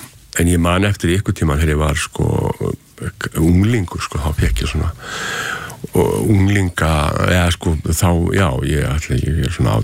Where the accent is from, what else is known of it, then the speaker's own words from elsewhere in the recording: Ísafjörður, Westfjords, Iceland; við bjögum upp í fjallshlíð á Ísafirði og ég horfði svona yfir allan fjörðin